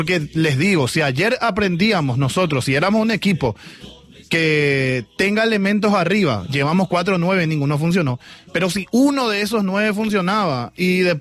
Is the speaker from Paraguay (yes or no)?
yes; Paraguay; Hablo a título personal como paraguayo